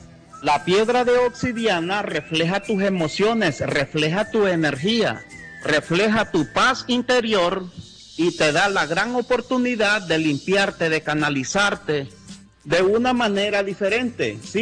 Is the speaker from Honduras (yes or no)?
yes; Talanga, Francisco Morazán, Honduras; No le voy a decir de qué barrio, pero sí soy de aquí de Talanga. Ya tengo 10 años de estar escuchando a Doña Alba